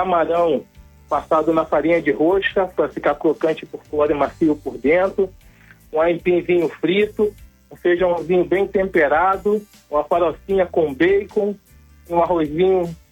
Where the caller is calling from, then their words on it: São João de Meriti, Rio de Janeiro, Brazil; Em São João de Meriti, bairro Vila Rosalie.